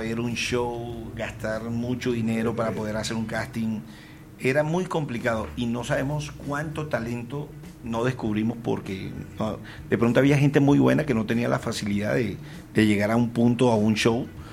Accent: Santa Marta, Magdalena, Colombia; soy de Santa Marta. Soy de Santa Marta y bueno, qué rico estar acá en Bogotá por primera vez trayendo un poco de lo que es la magia costeña, una propuesta del Caribe

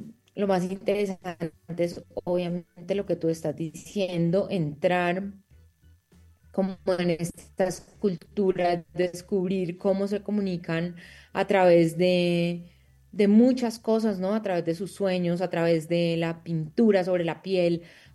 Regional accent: Cali, Valle del Cauca, Colombia; moved away as an adult; now in Bogotá, Colombia; Yo también soy migrante, pues soy de Cali, pero vivo en Bogotá hace 16 años.

